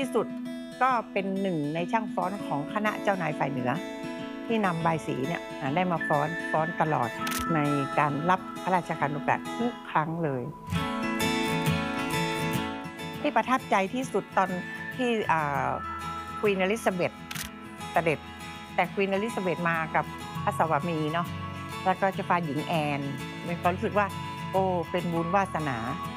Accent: Chiang Mai, Thailand; เราเกิดมาเป็นคนเชียงใหม่ทุกอย่างที่เป็นวัฒนธรรมของเชียงใหม่มันก็จะติดตัวมาตั้งแต่เกิด

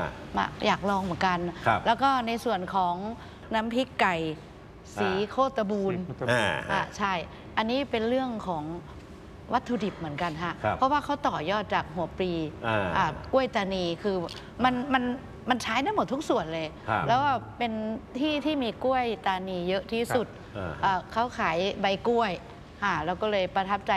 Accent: Isan, Thailand; เราเป็นคนอีสาน

